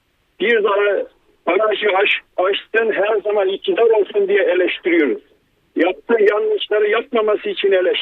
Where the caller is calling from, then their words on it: Turgutlu, Manisa, Turkey; Manisa Turgut.